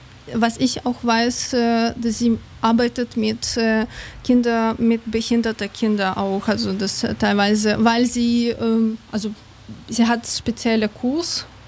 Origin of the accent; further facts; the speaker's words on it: Kyiv, Ukraine; German is a second language; now in Germany; ich komme aus Kyiv